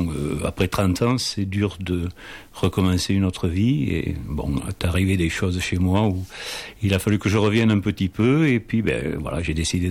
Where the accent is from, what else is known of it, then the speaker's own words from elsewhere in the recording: Lourdes, Occitanie, France; born there; Ah oui, je suis né à Lourdes. Mm-hmm. Ils m'ont rejeté, je n'étais pas miracle. Donc ils m'ont envoyé à Lobalagnas.